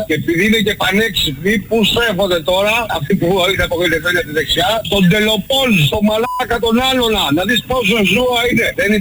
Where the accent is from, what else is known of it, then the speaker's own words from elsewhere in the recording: Northern Greece, Greece; Λοιπόν, είμαι Βορειοελλαδίτης και θα ήθελα να πω κάτι για τους βλάχιους πατριώτες μου, τους Βορειοελλαδίτες